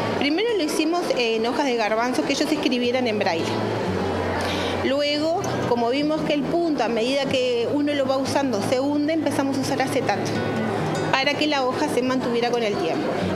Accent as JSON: {"language": "Spanish", "region": "Montevideo", "country": "Uruguay", "moved": "as an adult", "lives_now": "Flores, Uruguay", "said": "Yo soy de Montevideo y en el 2010 me fui a vivir a Flores."}